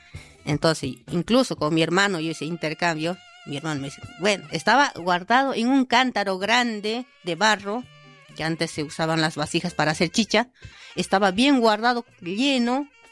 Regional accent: Bolivia; now in La Plata, Argentina; yo soy boliviana, entonces cuando viajo a Bolivia siempre traigo alguna semilla que otra, traigo para la Argentina.

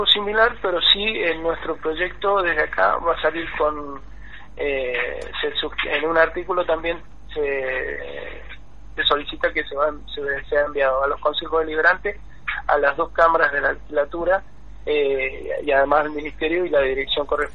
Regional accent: Argentina

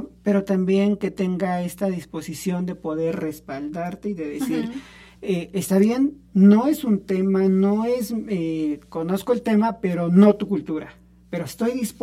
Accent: Zacapoaxtla, Puebla, Mexico; moved away; mi pueblo no ha salido de mí, la libertad de Zacapuaxtla no ha salido de mí, mi lengua, mi cultura no ha salido de mí

